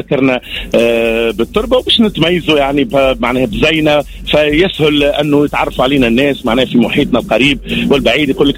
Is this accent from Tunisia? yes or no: yes; Bizerte Governorate, Tunisia; born there